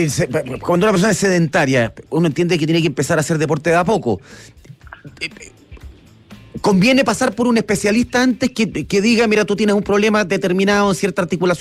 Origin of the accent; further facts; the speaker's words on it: Chile; somos buenos los chilenos para inventarnos algunas cosas